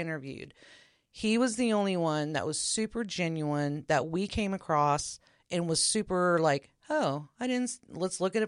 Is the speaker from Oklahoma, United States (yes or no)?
yes; Oklahoma, United States; And I'm not from here. I am from Oklahoma.